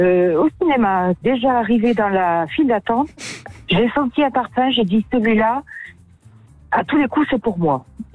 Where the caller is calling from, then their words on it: Chalon-sur-Saône, Bourgogne-Franche-Comté, France; J'habite en Bourgogne, à Chalon.